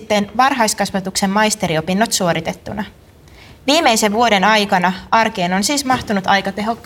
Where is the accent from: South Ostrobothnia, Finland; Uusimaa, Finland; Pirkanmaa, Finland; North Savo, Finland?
South Ostrobothnia, Finland; moved away as an adult; now in Jyväskylä, Finland; 23-vuotias nuori nainen. Olen lähtöisin Etelä-Pohjanmaalta ja tällä hetkellä asustelen opintojen perässä Jyväskylässä.